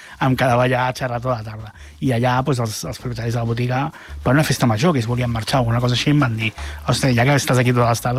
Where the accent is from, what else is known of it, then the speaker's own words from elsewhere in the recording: Sabadell, Catalonia, Spain; jo soc de Sabadell